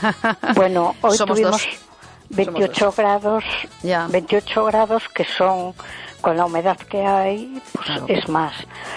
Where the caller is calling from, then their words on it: A Coruña, Galicia, Spain; de Coruña.